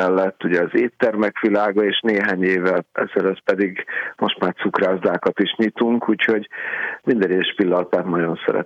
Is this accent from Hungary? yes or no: yes; Budapest, Hungary; de Móricz Zsigmond körtér mellett nőttem fel, és ott a Gellért szállodában nagyon sok izgalmas autót láttam